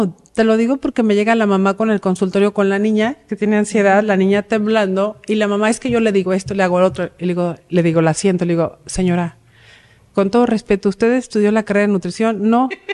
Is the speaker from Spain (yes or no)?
no; Mexico; me gusta ser mexicana, soy mexicana, americana, pero amo mi raza, mi gente, mi pueblo